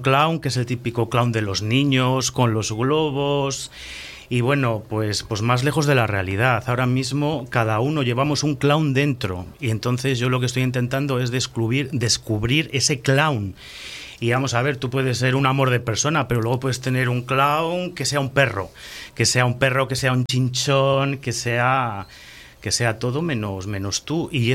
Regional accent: Valladolid, Castile and León, Spain; vengo de Valladolid.

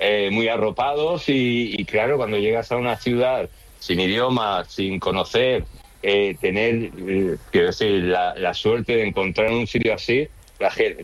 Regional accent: Spain; now in United States; las reuniones de españoles, pues siempre hablamos de España y hablamos de lo que pasa en España, de problemas, que no sé cuántos, luego los problemas que de inmigrante tienes aquí en Estados Unidos

